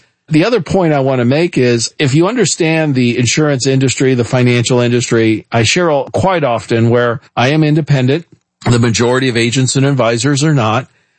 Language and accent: English; Kansas City, Missouri, United States; I born and raised in Kansas City, but I'd never gone to a Monday night football game.